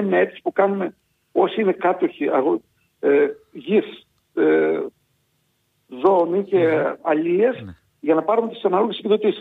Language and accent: Greek; Thessaly, Greece; στο χωριό μου, το οποίο είναι η Καρδί, έχει γυμνάσιο. Ήταν πρώην 9 χωριά του τέος Δήμου Φίλου